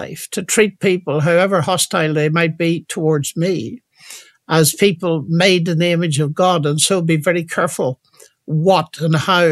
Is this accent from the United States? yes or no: no; Northern Ireland, United Kingdom; born or raised there; moved away